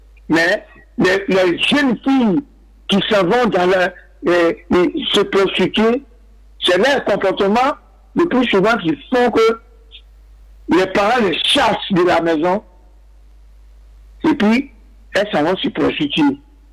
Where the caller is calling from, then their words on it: San-Pédro, Côte d’Ivoire; Je suis du passage à Bilan, mais je vis à San Pedro, quartier Toulay.